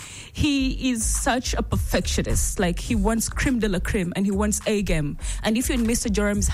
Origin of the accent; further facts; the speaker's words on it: Kampala, Central Region, Uganda; I come from Kampala.